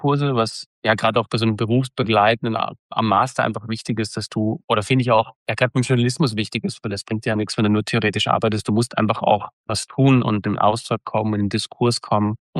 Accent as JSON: {"language": "German", "country": "Austria", "said": "Aber es ist natürlich ein bisschen schwierig, wenn man als Österreicher vielleicht in den hohen Norden zieht"}